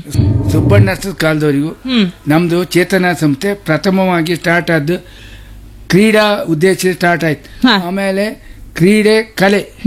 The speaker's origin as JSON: {"language": "Kannada", "town": "Koteshwara", "region": "Karnataka", "country": "India", "tie": "born or raised there", "accent": "Kundapura Kannada", "moved": "yes", "said": "ನಮ್ಮೂರಿನವ್ರದ್ದು Koteshwara ಮಾಗಣಿ"}